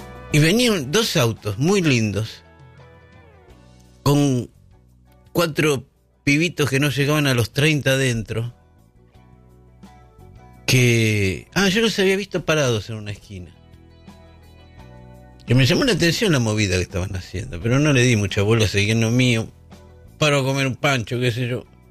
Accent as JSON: {"language": "Spanish", "country": "Argentina", "said": "sos argentino, y digo argentino. ¿Por qué no nací en Hawái, boludo?"}